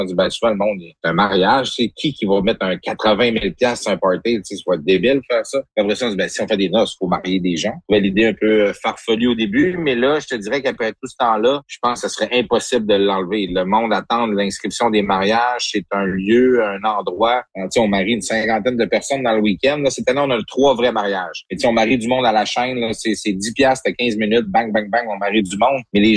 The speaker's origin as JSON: {"language": "French", "town": "Saguenay", "region": "Quebec", "country": "Canada", "said": "moi, je viens de Chicoutimi, toute ma famille est ici."}